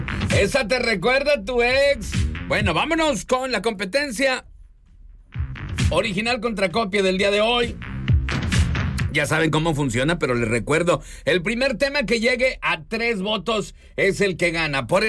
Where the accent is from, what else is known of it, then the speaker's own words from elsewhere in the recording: Monterrey, Nuevo León, Mexico; los de Monterrey somos codos.